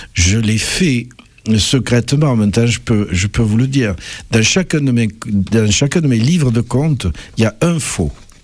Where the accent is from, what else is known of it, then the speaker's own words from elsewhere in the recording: Carcassonne, Occitanie, France; moved away as an adult; also born or lived in Toulouse; Je suis originaire de Carcassonne, oui, j'ai passé toute mon enfance à Carcassonne.